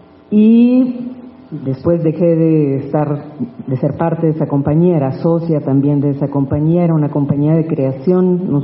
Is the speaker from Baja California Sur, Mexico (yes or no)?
yes; La Paz, Baja California Sur, Mexico